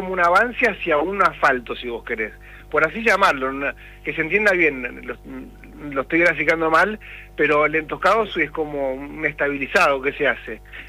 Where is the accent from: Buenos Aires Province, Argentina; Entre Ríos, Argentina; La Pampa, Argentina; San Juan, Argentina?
Buenos Aires Province, Argentina; Junín; yo soy acá de Junín, acá en Junín dentro de todo me ha pasado de cuando llueve salís, pero vas a Pergamino y te quedás seguro